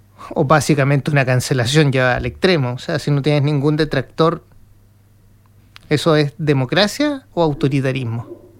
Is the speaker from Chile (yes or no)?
yes; Chile; ¿somos capaces los chilenos de recordar el 11 de septiembre sin convertirlo nuevamente en una trinchera?